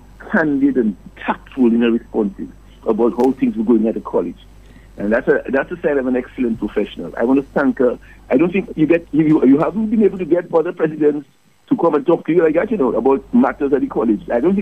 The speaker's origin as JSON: {"language": "English", "town": "Colihaut", "country": "Dominica", "tie": "born or raised there", "said": "from Lacusette and Charlotteville, born and bred."}